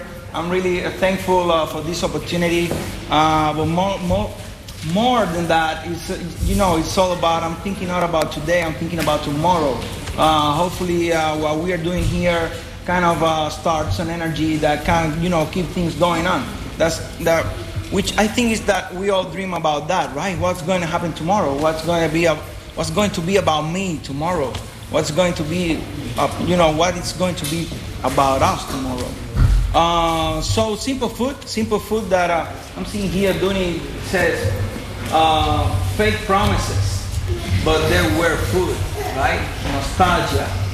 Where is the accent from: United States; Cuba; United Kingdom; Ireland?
Cuba; Havana; English is a second language; I'm coming from Havana. I'm living in Havana. I'm coming from a rough kind of a context.